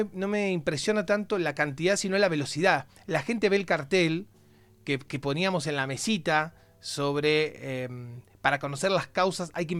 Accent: Argentina

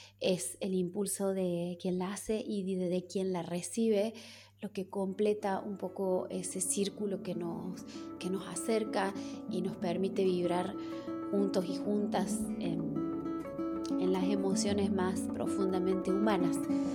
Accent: Córdoba, Argentina; soy cantautora y soy

